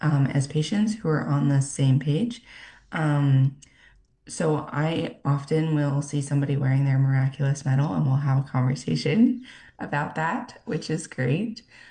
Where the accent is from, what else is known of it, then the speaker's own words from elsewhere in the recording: Arizona, United States; also born or lived in Washington / Denver; now in Idaho, United States; I'm originally from Arizona. Like I said, trained out in Washington, lived in Denver for a little while.